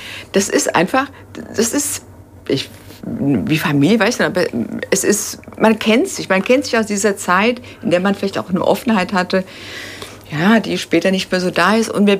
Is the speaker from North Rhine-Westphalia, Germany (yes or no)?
no; Bodenheim, Rhineland-Palatinate, Germany; born or raised there